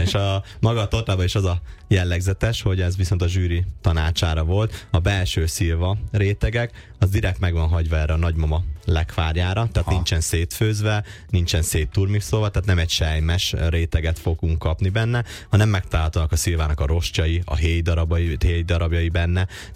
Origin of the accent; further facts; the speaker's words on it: Celldömölk, Vas, Hungary; celdömölki születésű, és ott is élek.